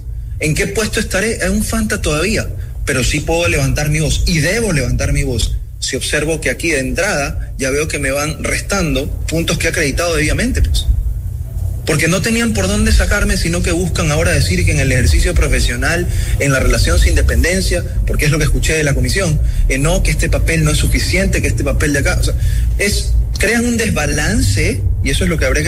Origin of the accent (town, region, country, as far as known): Ecuador